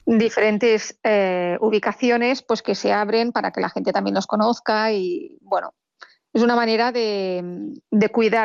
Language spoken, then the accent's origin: Spanish; Girona, Catalonia, Spain; somos gente de Gerona